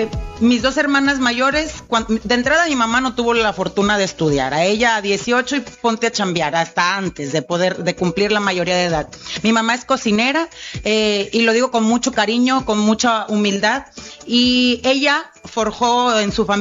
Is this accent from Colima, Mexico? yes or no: yes; Tecomán, Colima, Mexico; yo siempre lo he dicho, yo soy de Tecomán, mi origen es en Tecomán, yo hasta los 18 años vivía allá